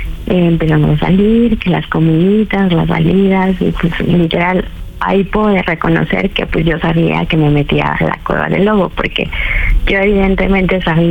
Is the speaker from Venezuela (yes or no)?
no; Guadalajara, Jalisco, Mexico; 34 años y soy de Guadalajara.